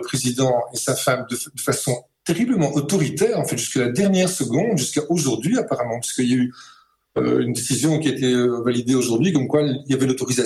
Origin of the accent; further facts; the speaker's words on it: Belgium; Moi, je suis scandalisé en tant que Belge déjà